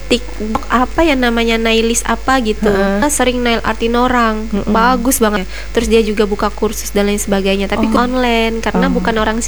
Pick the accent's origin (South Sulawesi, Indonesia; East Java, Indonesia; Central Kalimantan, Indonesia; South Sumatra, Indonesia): Central Kalimantan, Indonesia; Parang; Kampung saya juga.